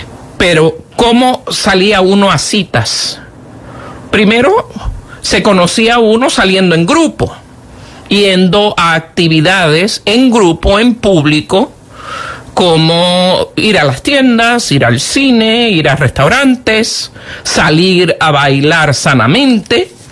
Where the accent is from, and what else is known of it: Puerto Rico; born or raised there